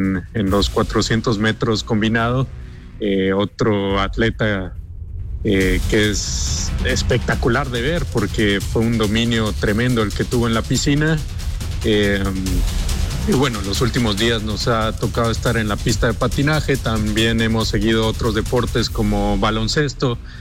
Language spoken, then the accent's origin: Spanish; Guatemala; te emocionas como guatemalteco